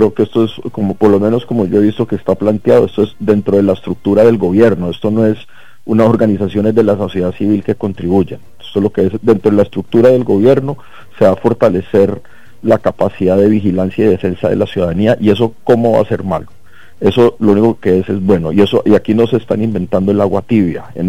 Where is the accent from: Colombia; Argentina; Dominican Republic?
Colombia; hablando como colombiano